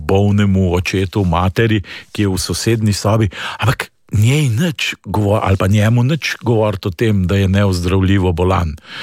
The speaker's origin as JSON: {"language": "Slovenian", "region": "Lower Carniola", "country": "Slovenia", "said": "jaz prihajam z Dolenske"}